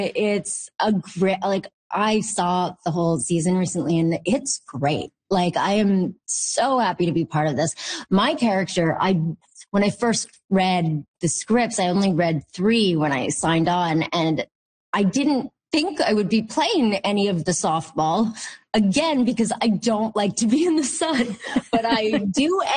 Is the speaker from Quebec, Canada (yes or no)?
yes; Montreal, Quebec, Canada; Montreal, which is my hometown.